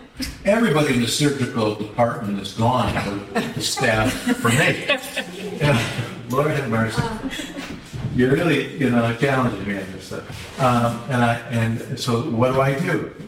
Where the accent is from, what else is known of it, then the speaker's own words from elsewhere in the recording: Detroit, Michigan, United States; I grew up in Detroit.